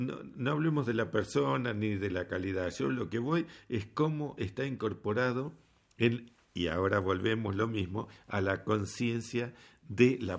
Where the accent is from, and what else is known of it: Argentina